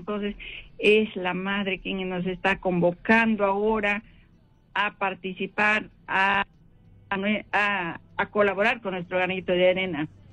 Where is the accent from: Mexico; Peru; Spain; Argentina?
Peru; Chachapoyas, Amazonas; now in Lima, Peru; Entonces yo siempre quería, y todavía está en provincia, yo soy de Chachapoyas. Entonces, decía yo, cuando vaya a Lima, tengo que llegar a Rayo María